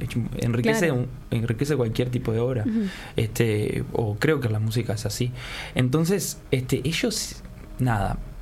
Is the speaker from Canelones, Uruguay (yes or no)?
no; San José, Uruguay; vengo de San José, vengo de esta zona geográfica